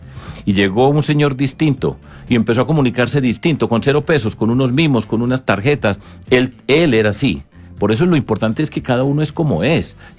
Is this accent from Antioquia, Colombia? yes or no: yes; Medellín, Antioquia, Colombia; now in Bogotá, Colombia; yo que vengo de Medellín, he vivido muchos años acá y amo mi tierra